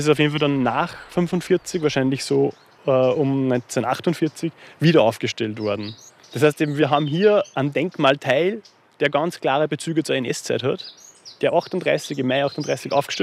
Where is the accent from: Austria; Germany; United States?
Austria; Upper Austria; Ich bin in Oberösterreich geboren und aufgewachsen. Wir haben daheim auch eine kleine Landwirtschaft.